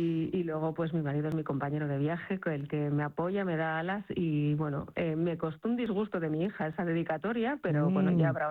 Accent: Falces, Pamplona, Navarre, Spain; Porque es terreno conocido, es mi tierra, es la tierra de mis padres

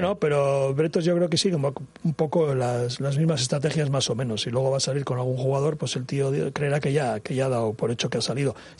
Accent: Pernambuco, Brazil; Vengo de Pernambuco, pero siempre en mis sueños de chaval pensé en vestir la camiseta de la Real

